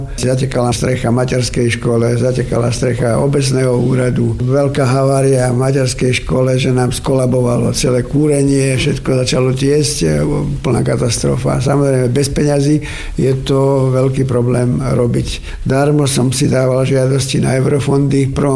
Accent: Radobica, Trenčín Region, Slovakia; also born or lived in Záhorie; Ja som sa narodil na Záhorí a ako 6-ročný sme prišli do Radobice a nastúpil som tu do základnej školy.

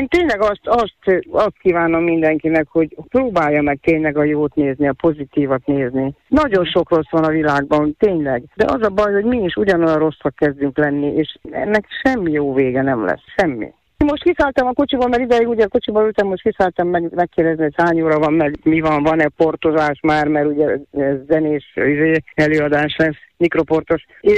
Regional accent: Budapest, Hungary; born there; én így születtem a 8 kerben.

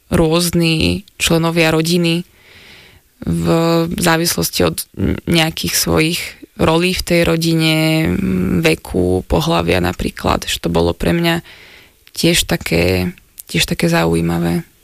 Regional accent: Rimavská Sobota, Banská Bystrica Region, Slovakia; No a ja teda pochádzam z Rimavskej Soboty

